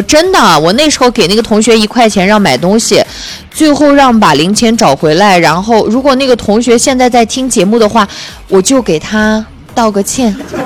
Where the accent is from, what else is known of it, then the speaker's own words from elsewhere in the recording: Ili, Xinjiang, China; 因为我在伊犁，我在伊犁嘛